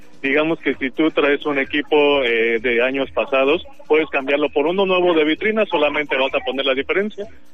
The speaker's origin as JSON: {"language": "Spanish", "region": "Mexico City", "country": "Mexico", "said": "Hola, yo vengo de la Ciudad de México, soy el coordinador de los amigos aquí"}